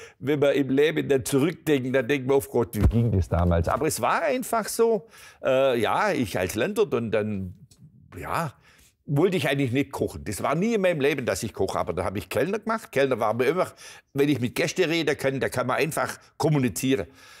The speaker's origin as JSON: {"language": "German", "region": "Baden-Württemberg", "country": "Germany", "tie": "born there", "said": "ich bin in der Nähe geboren. Die Schwäbische Alb hat so viele dieser Flächen."}